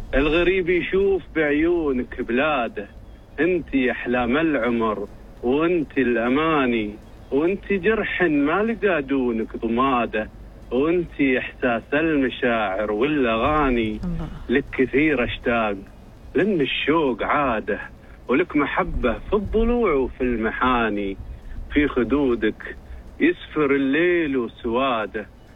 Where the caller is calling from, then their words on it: Al Buraimi, Oman; من البريمي